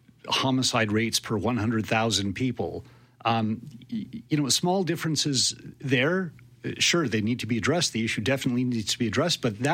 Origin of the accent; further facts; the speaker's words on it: Quebec, Canada; Oh, I was raised in Quebec in the 1970s, very political atmosphere.